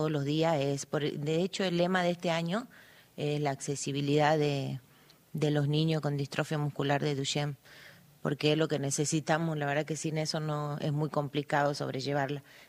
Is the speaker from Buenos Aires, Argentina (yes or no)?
no; Palpalá, Jujuy, Argentina; Nosotros somos de Palpalá.